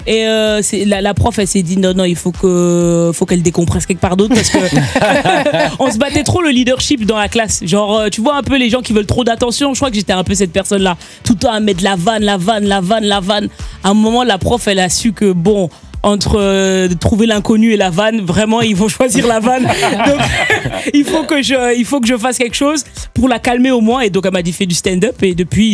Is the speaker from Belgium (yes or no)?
yes; Belgium; also born or lived in Cameroon; Je venais de Belgique